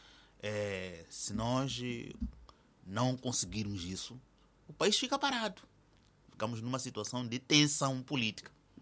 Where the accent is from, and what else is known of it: Mozambique